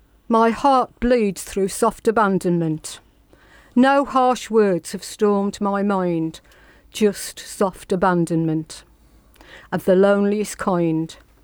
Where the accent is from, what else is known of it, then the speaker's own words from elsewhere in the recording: Wednesfield, West Midlands, United Kingdom; born there; Well, Wodensfield, and I was born in Wensfield. Actually, I was born in March End, which was originally Marsh End